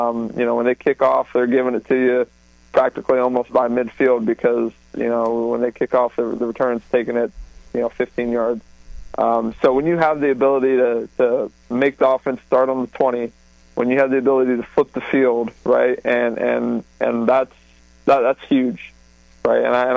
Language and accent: English; Delray Beach, Florida, United States; wow, that's, 2.5-3 hours away from where I grew up in Delray Beach.